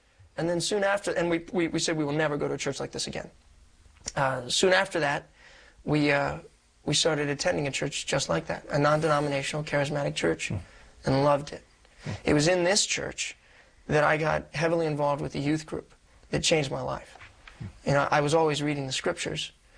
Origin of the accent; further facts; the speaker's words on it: Columbus, Ohio, United States; I'm born and raised in Columbus, Ohio.